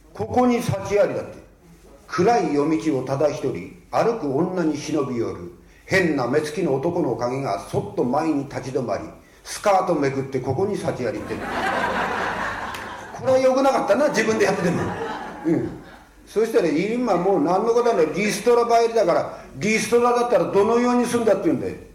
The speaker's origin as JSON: {"language": "Japanese", "region": "Ibaraki", "country": "Japan", "tie": "born or raised there", "moved": "as an adult", "said": "私のふるさと茨城"}